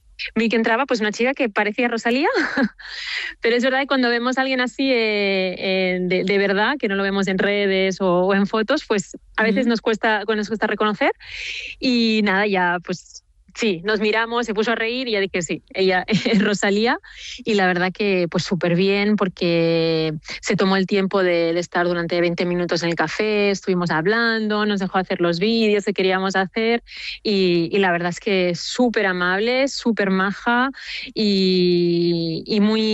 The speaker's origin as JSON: {"language": "Spanish", "town": "Barcelona", "region": "Catalonia", "country": "Spain", "moved": "as an adult", "lives_now": "Paris, France"}